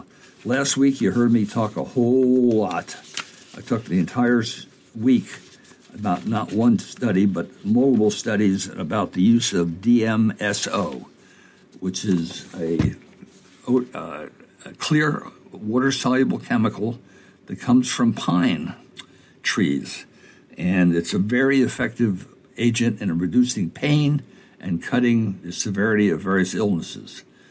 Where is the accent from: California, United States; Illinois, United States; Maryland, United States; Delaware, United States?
Delaware, United States; Dover; also born or lived in Rehoboth, Delaware; Technically, I was raised in Dover, Delaware. I went to Cesar Rodney High School. I graduated on the 50th year the high school existed. It's now over 100 years old. I'm 77 years young.